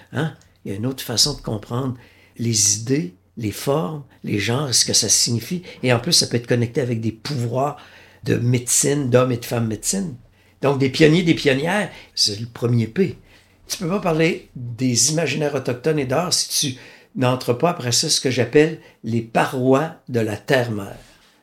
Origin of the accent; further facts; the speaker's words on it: Wendake, Quebec, Canada; Ah, par exemple, chez nous, à Wendake, on défend beaucoup la présence de Zacharie Théarolin-Vincent comme un pionnier version Beaux-Arts au 19e siècle.